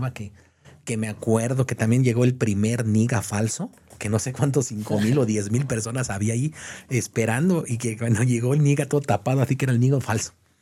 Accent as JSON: {"language": "Spanish", "country": "Puerto Rico", "said": "Ustedes no son peruanos, ¿verdad? No, somos boricuas, ¿no?"}